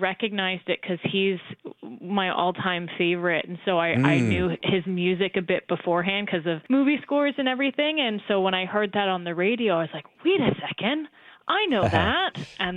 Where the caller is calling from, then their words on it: Oakville, Ontario, Canada; I'm phoning in from Oakville today.